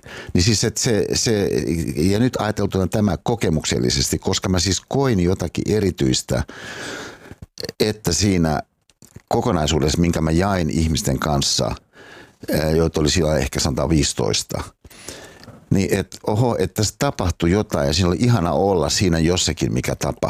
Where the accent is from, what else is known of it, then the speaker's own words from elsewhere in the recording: Hyvinkää, Uusimaa, Finland; kun mä tulin Hyvinkäältä sieltä mun kotitalosta ja mun ajattelin mun äitiä.